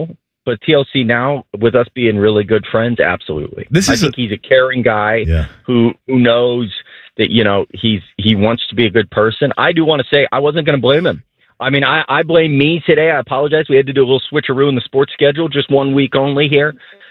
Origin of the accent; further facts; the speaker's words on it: Columbus, Ohio, United States; I grew up in Columbus, Ohio.